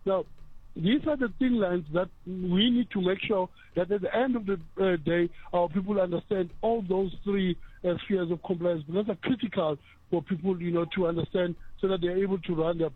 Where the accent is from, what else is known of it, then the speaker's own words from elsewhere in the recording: South Africa; But this economy is not in our hands as the South African township and rural native, entrepreneurs.